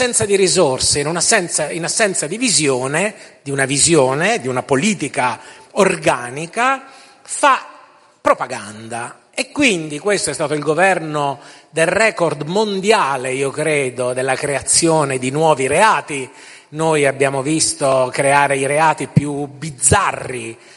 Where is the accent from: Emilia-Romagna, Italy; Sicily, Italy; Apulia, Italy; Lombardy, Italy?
Lombardy, Italy; Milan; sono di Milano